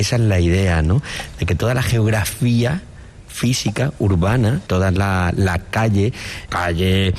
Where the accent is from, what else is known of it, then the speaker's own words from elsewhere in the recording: Málaga, Andalusia, Spain; Claro, que yo soy de Málaga.